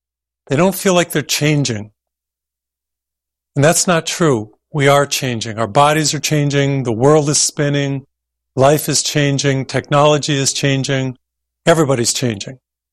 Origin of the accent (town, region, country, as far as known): Massachusetts, United States; born or raised there